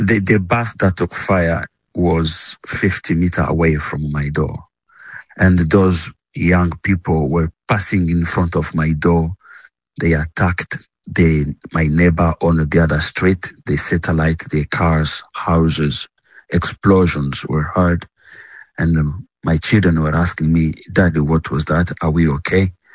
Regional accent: United Kingdom; If I could allow to join them, I would join the protest because I am a British citize

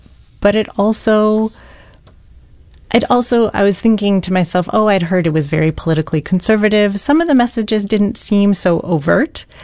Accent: St. Louis, Missouri, United States; Well, at first, I knew about Branson growing up because I grew up in St. Louis

